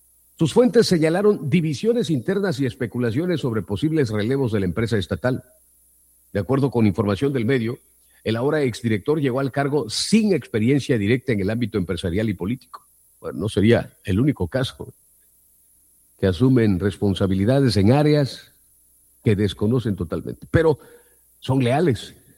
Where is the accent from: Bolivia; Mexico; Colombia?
Mexico; En algunas áreas del gobierno federal que representan nuestro dinero como mexicanos.